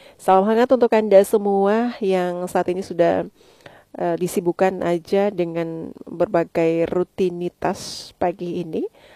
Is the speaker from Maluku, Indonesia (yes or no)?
yes; Maluku, Indonesia; kita orang Maluku